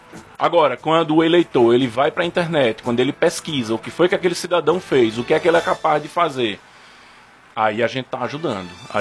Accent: Caruaru, Pernambuco, Brazil; Mas Caruaru é minha terra, eu cresci aqui

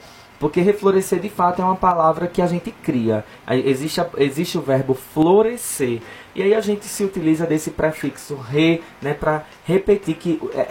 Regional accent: Sirinhaém, Pernambuco, Brazil; now in Caruaru, Brazil; minha terra, Sirinhaém, para minha zona rural

